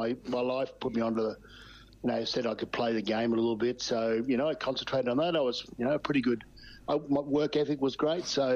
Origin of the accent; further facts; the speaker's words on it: Queensland, Australia; but very pleased that, you know, I'm Australian South Sea Islander.